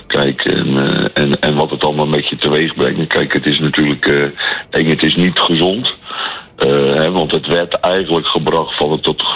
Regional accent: Schiedam, South Holland, Netherlands; ik ben geboren in Schiedam.

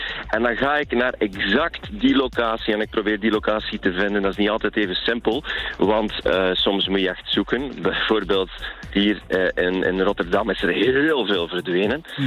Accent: Ghent, Flanders, Belgium; in Gent, waar ik vandaan kom

